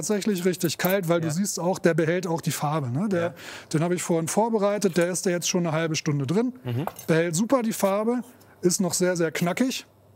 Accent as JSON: {"language": "German", "region": "Lower Saxony", "country": "Germany", "said": "Ich komme ja aus der Lüneburger Heide. Das ist auch so ein Spargelanbaugebiet."}